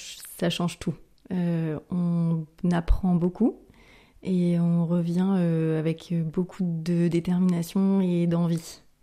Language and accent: French; France